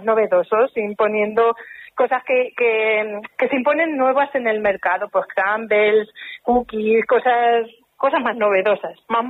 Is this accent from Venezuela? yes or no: no; Tomelloso, Castilla-La Mancha, Spain; somos de Tomelloso y somos graciosos.